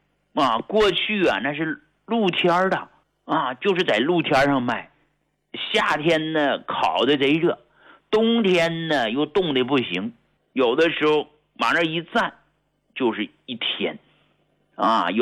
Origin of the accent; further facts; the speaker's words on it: China; 我们中国人体质它不一样。